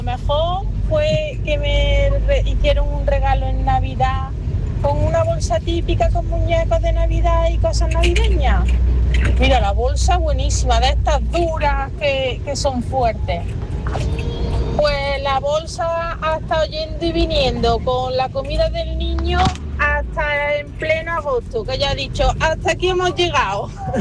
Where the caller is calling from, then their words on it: Seville, Andalusia, Spain; de Sevilla.